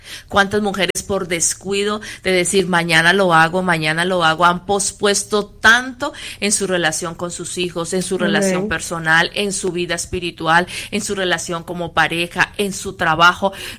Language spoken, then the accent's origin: Spanish; Colombia; moved away; Yo soy colombiana, la hermana Mabel cubana, y tenemos dialectos